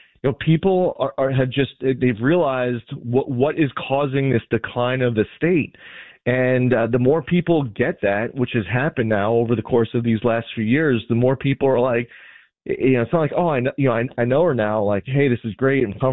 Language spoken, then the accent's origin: English; Shirley, New York, United States; I'm from Shirley and Mastic.